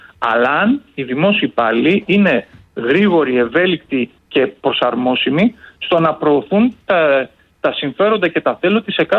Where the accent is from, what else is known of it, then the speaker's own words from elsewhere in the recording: Thessaly, Greece; που είμαι και από τη Μαγνησία